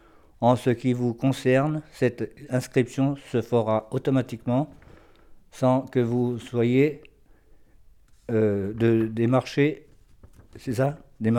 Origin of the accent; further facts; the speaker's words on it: Poissy, Île-de-France, France; born there; now in Brioude, France; Alors je suis né le 14-01-63 à Poissy dans les Yvelines.